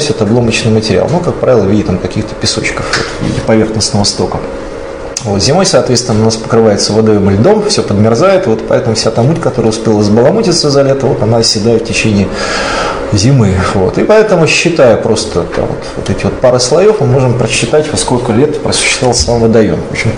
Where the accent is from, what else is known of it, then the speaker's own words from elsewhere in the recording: Lodeynoye Pole, Leningrad Oblast, Russia; я сам уроженец Ладейного